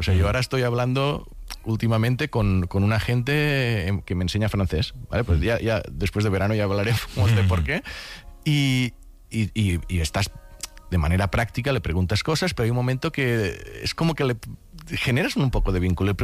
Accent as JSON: {"language": "Spanish", "region": "Catalonia", "country": "Spain"}